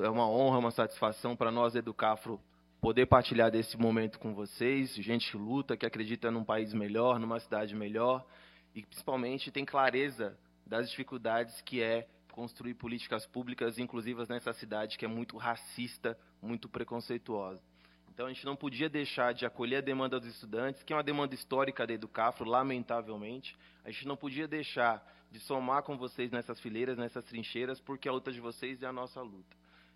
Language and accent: Portuguese; São Paulo, Brazil; born there; eu sou da Zona Leste de São Paulo, eu nasci no Jardim dos Ipês, um lugar que, de jardim de Ipê, nunca teve nada, então era favela quebrada.